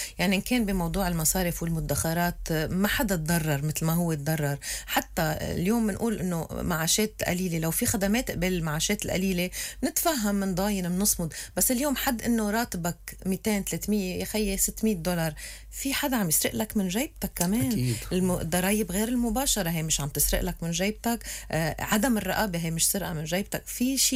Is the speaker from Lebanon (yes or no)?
yes; Lebanon; بلشنا نحس فيه كلبنانيين، حسينا لبنان بطل لنا،